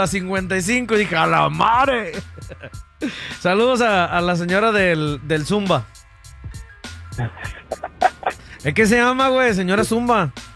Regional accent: Mexico; De aquí soy, porque soy cavernícola, pero soy cavernícola mexicano.

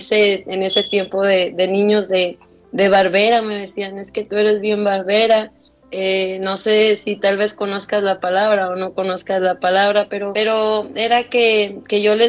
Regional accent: Mexico; moved away; Pero fue una experiencia dura, pero creo que necesaria para valorar mucho de lo que tenía en mi niñez en México, y acá pues no se nos daba.

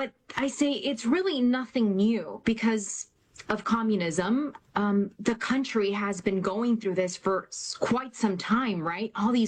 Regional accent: Florida, United States; I'm a mutt. First and foremost, America. I was, you know, born here, born and raised in South Florida. So I'm, first of all, an American.

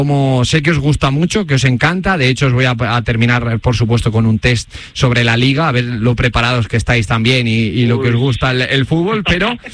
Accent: Granada, Andalusia, Spain; porque yo soy de Granada, creo que Benito también, ¿no, Benito?

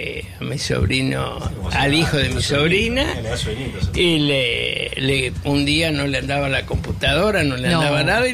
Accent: Marcos Paz, Buenos Aires Province, Argentina

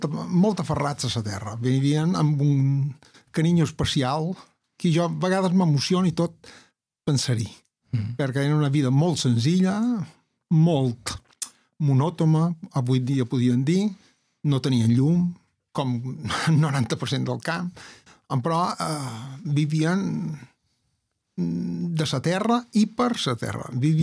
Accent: Balearic Islands, Spain; born there; vaig néixer a un poble, vaig néixer a Ló

